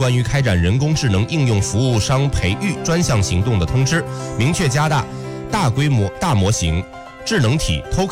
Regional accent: Henan, China; 尤其是咱这个河南的胡辣汤

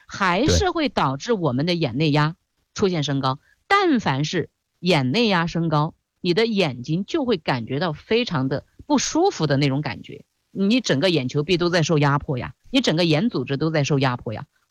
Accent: China; 我们中国人

